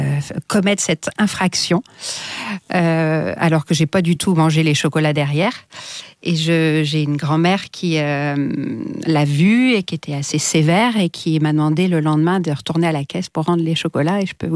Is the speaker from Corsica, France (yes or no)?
no; Rennes, Brittany, France; Ah oui, oui, je suis née à Rennes, j'habitais dans un petit village à côté de Rennes.